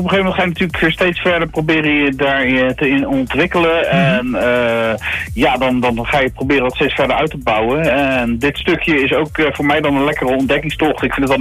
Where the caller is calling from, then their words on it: The Hague, South Holland, Netherlands; Hey, ik zit in Den Haag, Scheveningen zit ik.